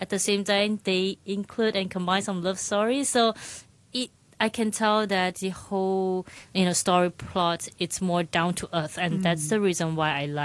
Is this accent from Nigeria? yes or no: no; Malaysia; English is a second language; also born or lived in Hong Kong; I always tell people, I'm grateful that I'm from Malaysia, a diverse, cultured national. But then Hong Kong is where it shaped me.